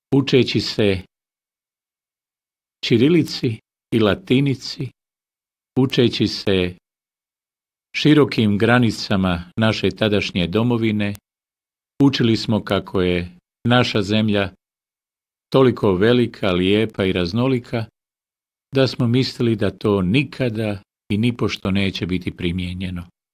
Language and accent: Bosnian; Mostar, Federation of Bosnia and Herzegovina, Bosnia & Herzegovina; Odrastao sam kasnije u Brankovcu, na Mazoljicama, mostarskim rubnim mahalama